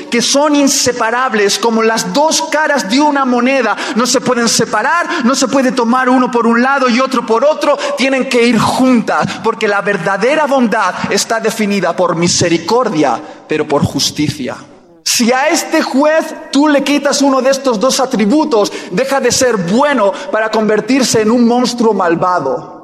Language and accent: Spanish; Basque Country, Spain; Sabéis que soy vasco